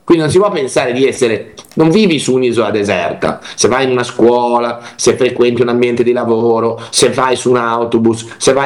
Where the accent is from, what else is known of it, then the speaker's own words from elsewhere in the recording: Liguria, Italy; Io mi vergogno di questi dati da Ligure.